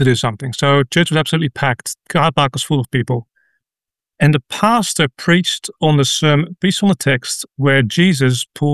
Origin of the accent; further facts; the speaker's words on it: Netherlands; now in Australia; Well, I grew up in the Bible Belt in the Netherlands. So I grew up in the middle, Dutch Reformed family, went to a Dutch Reformed church